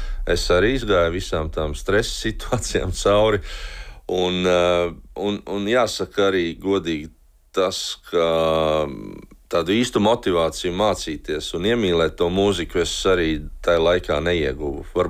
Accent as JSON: {"language": "Latvian", "town": "Lielplatone", "region": "Jelgava", "country": "Latvia", "tie": "born or raised there", "said": "Mana vecmāmiņa dzīvoja Jelgavā, bet pats es savu bērnību pavadīju Lielplatonē. Lielplatonē lai Jelgavas novads. Bet es ļoti bieži, es braucu, principā vienu laiku es pat ilgāk dzīvoju Jelgavā nekā laukos."}